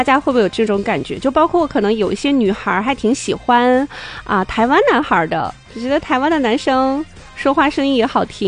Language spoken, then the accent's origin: Chinese; Northeast China, China; 原来格尺只有咱们东北人才叫格尺